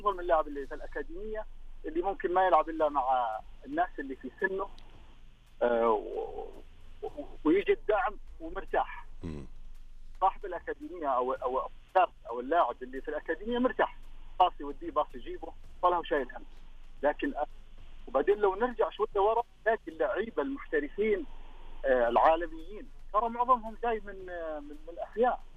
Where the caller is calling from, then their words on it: Saudi Arabia; إحنا عندنا في السعودية